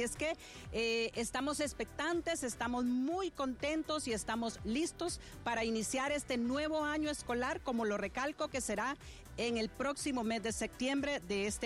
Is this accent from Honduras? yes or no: yes; Honduras; como buenos hondureños, inculcamos los valores cívicos.